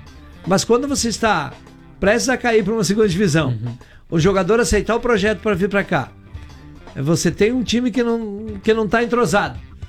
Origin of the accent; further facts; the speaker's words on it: Brazil; nós somos brasileiros, somos chapecoenses